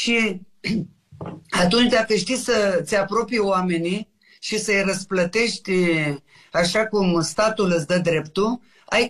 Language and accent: Romanian; Romania; noi ca români